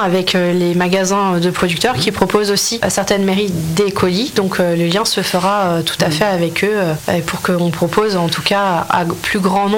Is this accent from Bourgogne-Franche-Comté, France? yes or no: yes; Bourgogne-Franche-Comté, France; j'ai grandi à la campagne, j'ai grandi à Châteauneuf-de-Bergis, notamment.